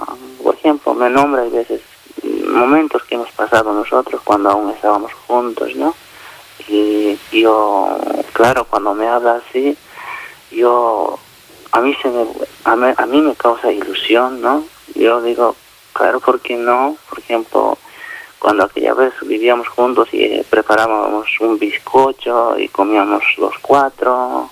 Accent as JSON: {"language": "Spanish", "country": "Bolivia", "said": "Yo soy de Bolivia."}